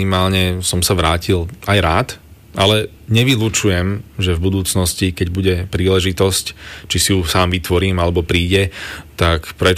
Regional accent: Bratislava, Bratislava Region, Slovakia; born there; Teda ja som z Bratislavy, narodený v Bratislave a mám vzťah k Slovensku, najmä k východu Slovenska, keďže tam mám polovicu rodiny a od detstva som tam chodieval opakovane.

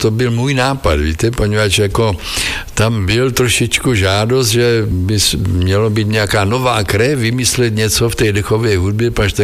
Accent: Kyjov, South Moravian Region, Czechia; až pocházím tam od Kyjova, to je Slovácko

